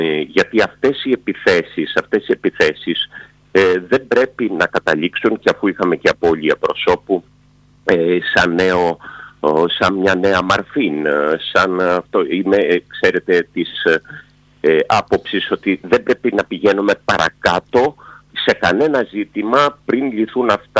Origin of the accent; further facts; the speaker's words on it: Lamia, Central Greece, Greece; από την πατρίδα μου, από τη Λαμία